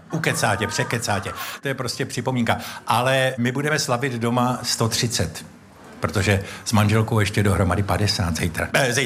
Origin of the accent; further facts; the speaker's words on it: Ivanovice na Hané, South Moravian Region, Czechia; born there; Já jsem se narodil jenom v Ivanovicích na Hané, ale i na to jsem pyšnej samozřejmě, že jsem Moravák a Hanák.